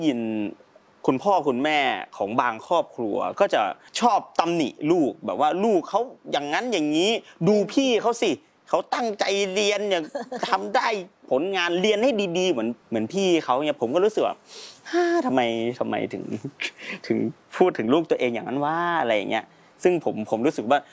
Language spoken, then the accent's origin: Thai; Isan, Thailand; ด้วยความเป็นเด็กอีสานเนี่ยต้องใช้อาศัยความขยันมากกว่าเขา10เท่า